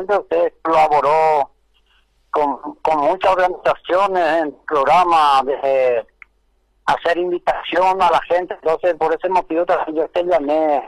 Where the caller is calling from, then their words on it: Paraguay; como ciudadanos paraguayos